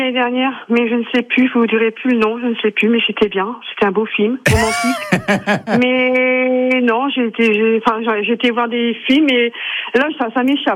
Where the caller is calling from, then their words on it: Hauts-de-France, France; Alors j'appelle de Saint-Vent-Chaussée.